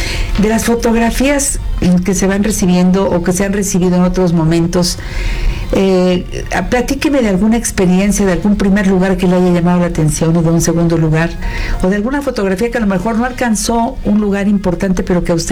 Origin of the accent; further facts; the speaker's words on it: Oaxaca, Mexico; Es que es usted mi paisano. Le capto perfectamente la forma de hablar de mis paisanos oaxaqueños.